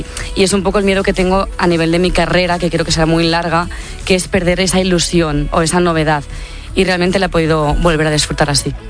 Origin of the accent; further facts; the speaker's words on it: Tiana, Catalonia, Spain